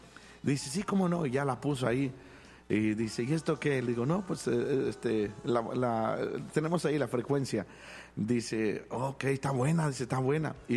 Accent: Mexico; now in Monterrey, Mexico; soy originario de La Peña Colorada, pero bien, bien mexicano

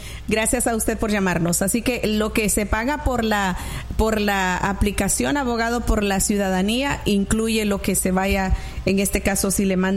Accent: Honduras; Mi pregunta es, yo soy de Honduras y tengo TPS.

